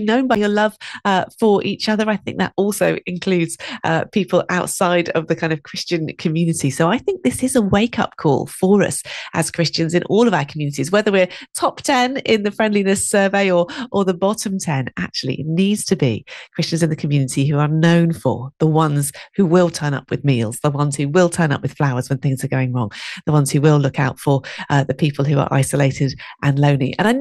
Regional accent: South East England, United Kingdom; Okay, I've done a little search for my hometown, which is the place I was brought up in, the place I moved away from, and the place that I move back to. It's in the district of Sevenoaks in Kent.

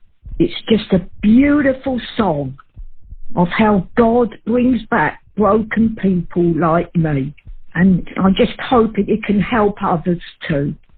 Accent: Herne Bay, South East England, United Kingdom; I am from Herne Bay in Kent.

